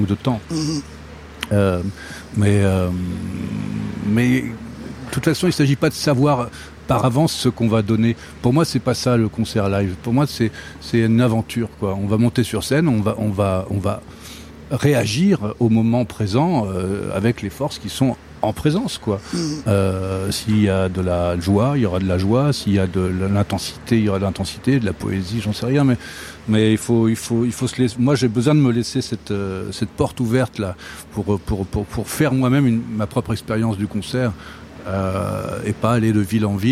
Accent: Brittany, France; moi, j'ai grandi en Bretagne, au bord de la mer.

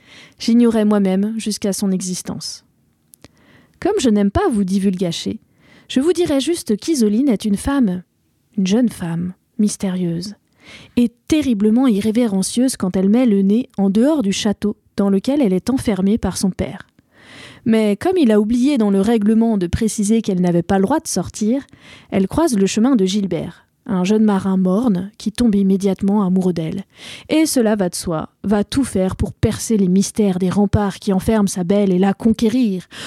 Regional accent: Lorient, Brittany, France; chez moi à Lorient.

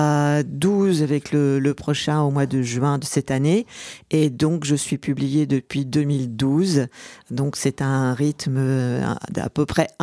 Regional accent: Normandy, France; Je suis normande

